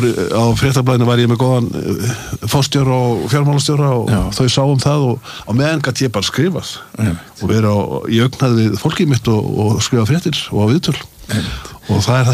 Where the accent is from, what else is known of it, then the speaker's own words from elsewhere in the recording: Akureyri, Northeastern Region, Iceland; Já, já, það var alltaf dásan með þetta alast upp á Akureyri.